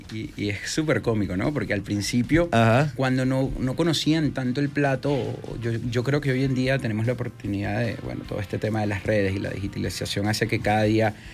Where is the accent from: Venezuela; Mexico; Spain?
Venezuela; moved away as an adult; now in El Salvador; lo que uno puede aportar como venezolano fuera de Venezuela